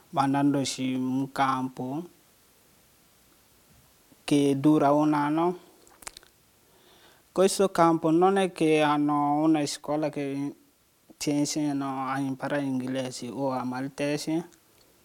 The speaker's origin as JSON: {"language": "Italian", "country": "Côte d’Ivoire", "also_born_or_lived": "Guinea", "second_language": "Italian", "moved": "as an adult", "said": "Io vengo dalla Costa d'Avorio, ora ho 25 anni."}